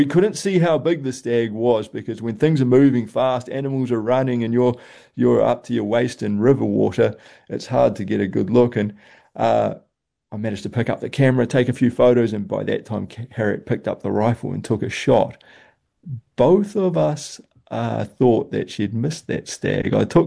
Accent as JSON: {"language": "English", "country": "New Zealand", "said": "we in Aotearoa have made our traditional cloaks out of kiwi feathers."}